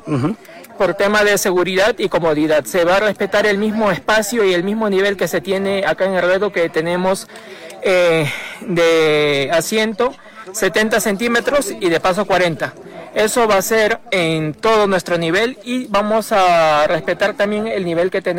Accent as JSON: {"language": "Spanish", "region": "Ica", "country": "Peru", "said": "Yo soy de Ica, la ciudad de Ica."}